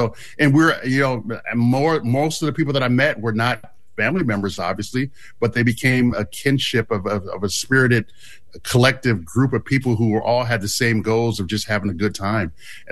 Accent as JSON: {"language": "English", "town": "Brooklyn", "region": "New York", "country": "United States", "tie": "born or raised there", "said": "You know, I grew up in Brooklyn, New York, and I have dozens of aunts and uncles"}